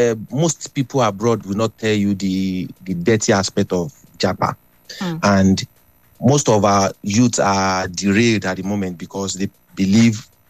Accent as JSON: {"language": "English", "region": "Kwara", "country": "Nigeria", "tie": "born or raised there", "moved": "as an adult", "lives_now": "United Kingdom", "said": "I grew up in Nigeria and then I got used to the system."}